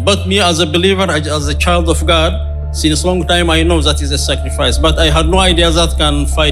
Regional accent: Eritrea; now in Netherlands

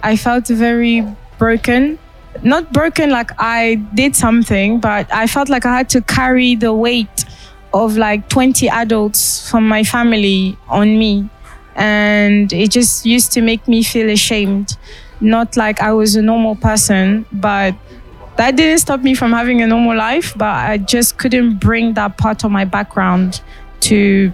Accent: United Kingdom; also born or lived in Gabon; I'm originally from a country called Gabon, but I grew up in Britain, so I'm Gabonese British.

